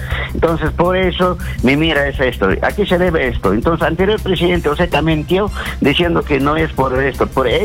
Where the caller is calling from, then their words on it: Apurímac, Peru; desde Apurímac.